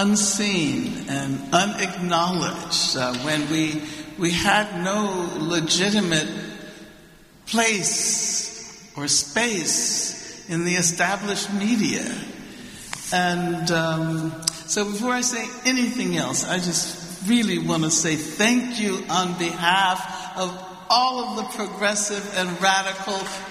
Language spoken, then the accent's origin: English; Birmingham, Alabama, United States; born there; I was born in 1944 in Birmingham, Alabam